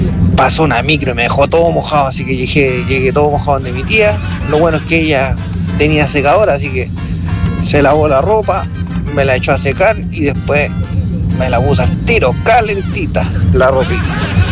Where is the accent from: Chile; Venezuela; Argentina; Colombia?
Chile; Santiago, Santiago Metropolitan; born there; cuando chico yo estudiaba en La Reina, en la Confederación Suiza.